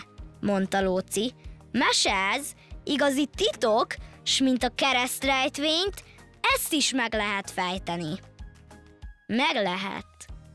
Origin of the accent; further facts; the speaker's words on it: Várpalota, Veszprém County, Hungary; Várpalotáról jöttem, 8 éves vagyok.